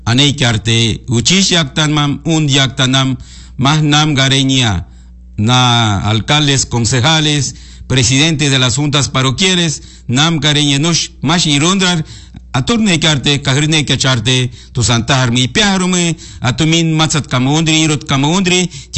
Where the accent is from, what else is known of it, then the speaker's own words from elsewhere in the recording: Morona Santiago, Ecuador; Spanish is a second language; con mi pueblo de Morona Santiago.